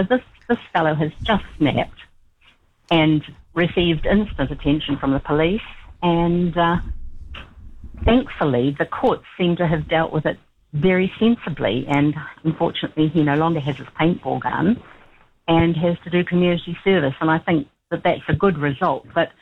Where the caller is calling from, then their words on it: Auckland, New Zealand; I'm from Auckland